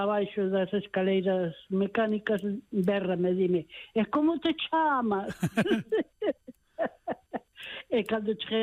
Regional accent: Lugo, Galicia, Spain; digo, pues eu son de Lugo

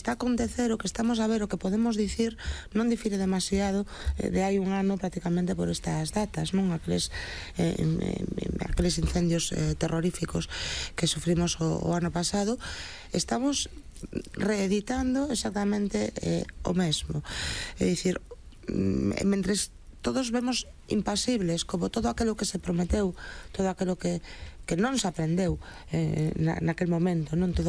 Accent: Galicia, Spain; Fixadevos, bueno, primeiro como galega, ¿no? Os galegos lamentablemente sabemos moito moito desto e temos visto arder a nosa terra con moitísima frecuencia

